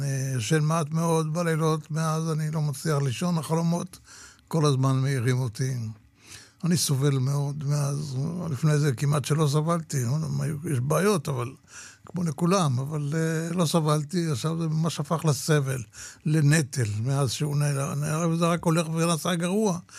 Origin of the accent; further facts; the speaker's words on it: Tel Aviv, Tel Aviv District, Israel; born there; moved away as an adult; also born or lived in Golan Heights; אני גרתי בתל אביב, נולדתי בתל אביב